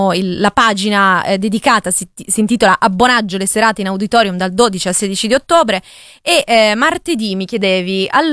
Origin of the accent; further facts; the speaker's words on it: Piedmont, Italy; io vengo dal Piemonte